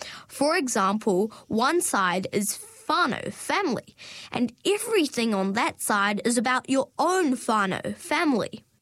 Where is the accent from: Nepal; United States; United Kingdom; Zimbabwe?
Nepal; first language Nepali; English is a second language; now in Dunedin, New Zealand; My mother tongue is Nepal, which is the language I feel most comfortable and confident speaking. At home, I speak only Nepali